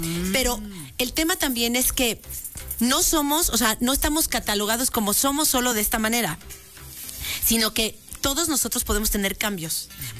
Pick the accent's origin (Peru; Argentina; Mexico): Mexico; lo que nosotros mostramos como mexicanos, por ejemplo, específicamente en nuestro país